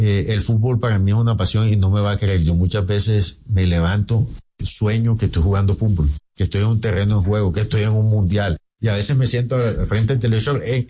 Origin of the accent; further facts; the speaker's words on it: Santa Marta, Magdalena, Colombia; yo soy samario